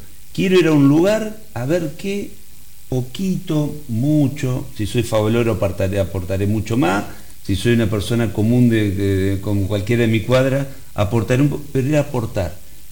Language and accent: Spanish; Argentina; como somos los argentinos